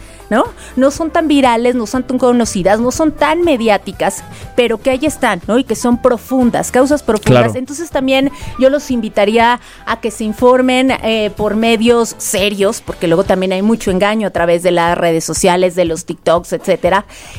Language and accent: Spanish; Mexico; tenemos esa fuerza como mexicanos